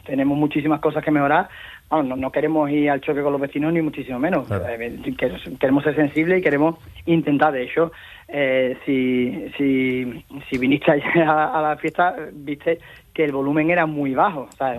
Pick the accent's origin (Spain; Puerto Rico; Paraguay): Spain; Cádiz, Andalusia; somos gente de Cádiz y queremos caminar.